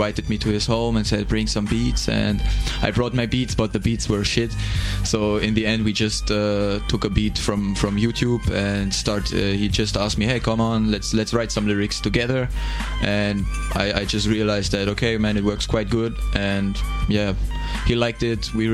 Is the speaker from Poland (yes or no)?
no; Germany; English is a second language; now in Cluj, Romania; I'm from Germany. I'm an Erasmus student at UBB, European faculty.